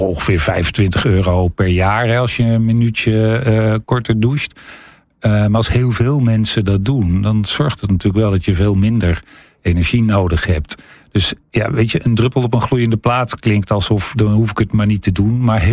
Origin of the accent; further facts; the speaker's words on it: Netherlands; Nou, we weten best wel wat als Nederlanders.